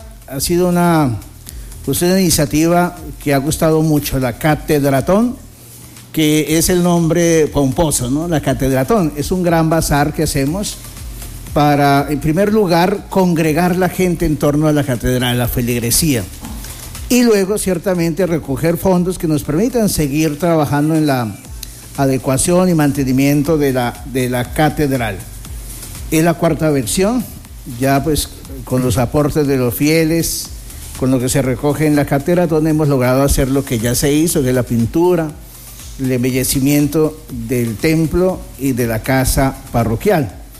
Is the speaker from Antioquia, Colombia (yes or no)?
no; Puerto Gaitán, Meta, Colombia; also born or lived in Puerto López; now in Villavicencio, Colombia; nací en Puerto López, pero me crié en Puerto Gaitán. Entonces estamos en todas las Vegas del río Meta.